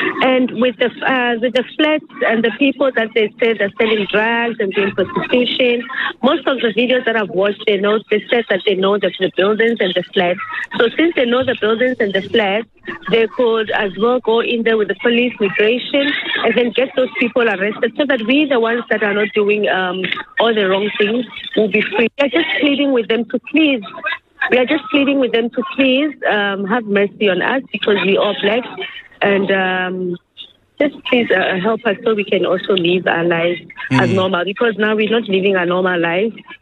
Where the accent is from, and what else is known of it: South Africa; born or raised there